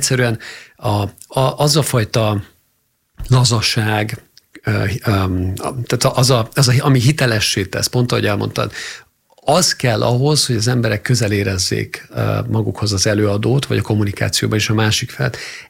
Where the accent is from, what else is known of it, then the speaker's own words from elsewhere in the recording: Hungary; én vagyok a magyar at is, aki most beszélek, aztán van egy angol at is, francia at is az két szót tud